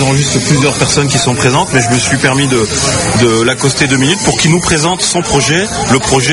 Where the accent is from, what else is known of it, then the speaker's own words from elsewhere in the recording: Grand Est, France; moi je viens des Vosges.